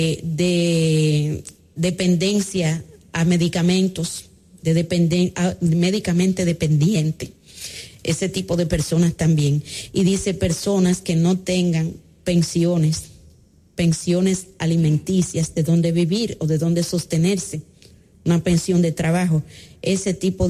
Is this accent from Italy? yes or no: no; Dominican Republic